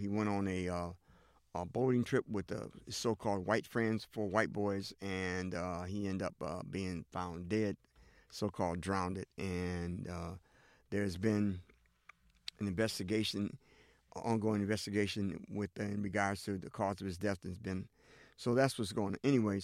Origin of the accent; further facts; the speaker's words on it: New York, United States; 3-0, and obviously broke my heart being a New Yorker.